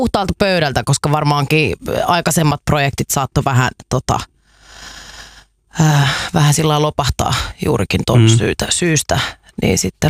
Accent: Kerava, Uusimaa, Finland; Me ollaan Keravalta, juh. Kyllä.

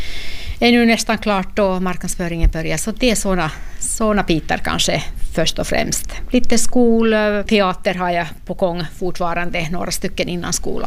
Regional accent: Finland; Swedish is a second language; now in Sweden; Så att han är också från Finland, men var 2 när de flyttade till Sverige då med sina föräldrar på 60- eller 70-talet då. Så att Sverige-finne kallar man väl då att man är.

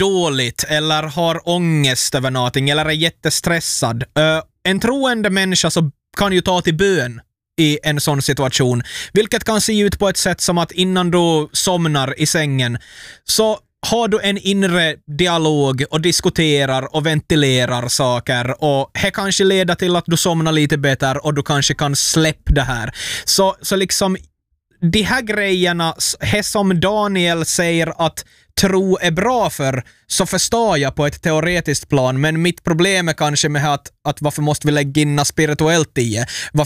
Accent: Ostrobothnia, Finland; jag är ju född och uppvuxen i Österbotten, och det här är min bild av religion

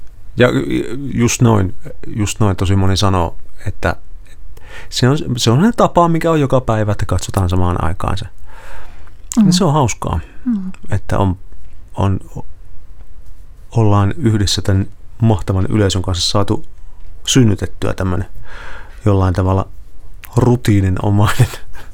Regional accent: Pieksämäki, South Savo, Finland; moved away; mä Pieksämäältä kotoisin ja Pieksämäellä oli paikallisradio.

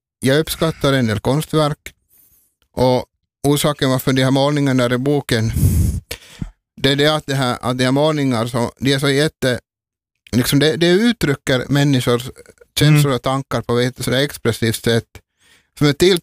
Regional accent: Kokkola, Central Ostrobothnia, Finland; also born or lived in Helsinki; Jag föddes 1981 i Karleby.

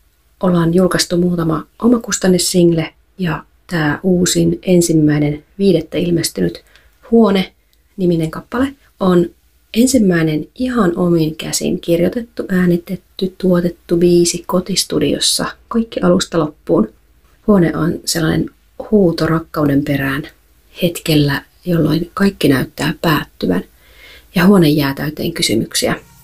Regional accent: Jyväskylä, Central Finland, Finland; Ja tällä hetkellä tehdään musiikkia Hyvinkäällä. Alun perin mä oon Jyväskylästä ja … Tampereelta.

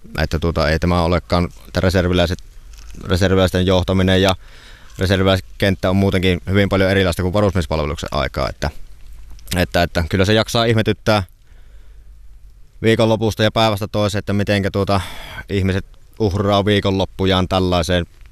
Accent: Iisalmi, North Savo, Finland; Minä olen Iisalammesta kotoisin.

